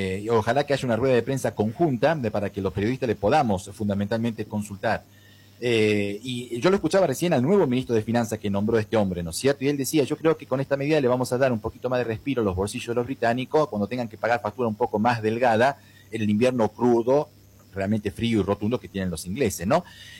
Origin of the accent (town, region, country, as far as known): Argentina